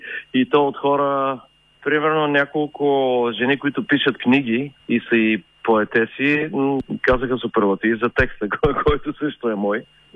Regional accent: Gotse Delchev, Blagoevgrad Province, Bulgaria; also born or lived in Flensburg, Germany

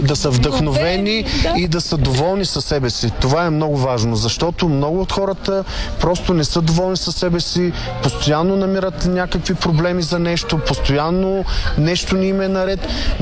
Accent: Stara Zagora, Stara Zagora Province, Bulgaria; moved away; Аз съм от Стара Загора. Не съм прекъсвал връзката.

